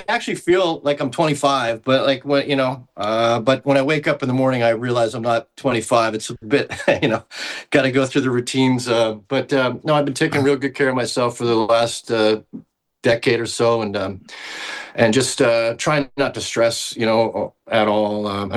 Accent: Salt Springs, Nova Scotia, Canada; also born or lived in Mississauga / Toronto; I was born in Mississauga, but I grew up in a place called Salt Springs, Nova Scotia.

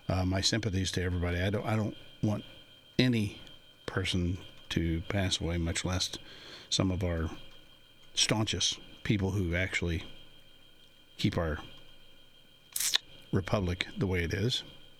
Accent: New Harmony, Indiana, United States; I am from New Harmony, Indiana.

